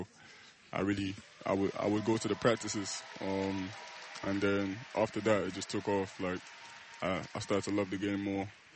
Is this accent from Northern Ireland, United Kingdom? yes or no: no; London, United Kingdom; So before, I used to run track and play football, what you guys call it, soccer.